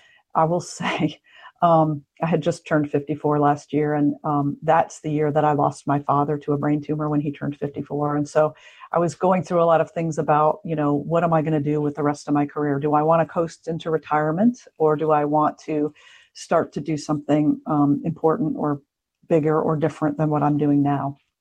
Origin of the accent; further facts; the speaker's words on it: Florida, United States; also born or lived in Raleigh; Well, I was born in Raleigh in Wake County. My father moved around a lot when we were little, so I spent a lot of my childhood in South Florida.